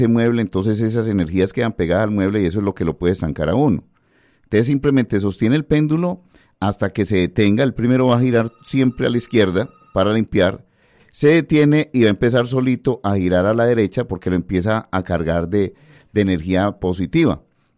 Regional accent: Antioquia, Colombia; Somos antioqueños

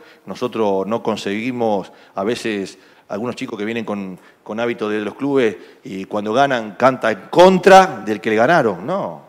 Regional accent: Rosario, Santa Fe, Argentina; Yo no puedo concebir, yo soy de Rosario, no puedo concebir que Rosario, una ciudad tan futbolera como Rosario

